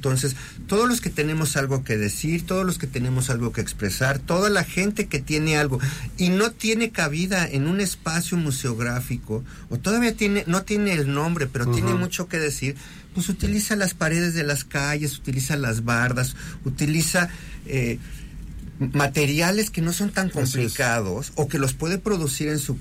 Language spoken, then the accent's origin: Spanish; Mexico City, Mexico; cuando era chico en Coyoacán, había una frase enfrente de mi casa